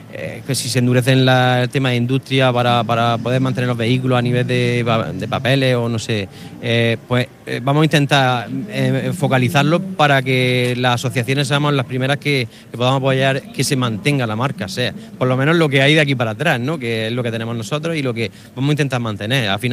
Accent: Spain; que nosotros somos españoles

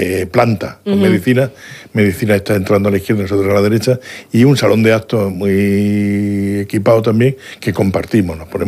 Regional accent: Jumilla, Region of Murcia, Spain; Yo, que soy de Jumilla

